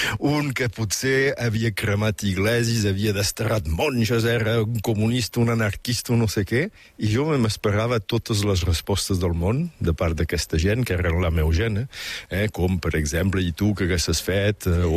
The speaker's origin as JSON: {"language": "Catalan", "region": "Catalonia", "country": "Spain", "said": "I bé, som catalans."}